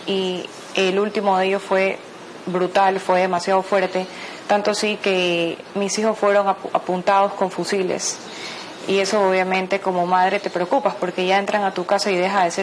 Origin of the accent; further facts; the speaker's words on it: Guayaquil, Guayas, Ecuador; porque así somos los guayaquileños.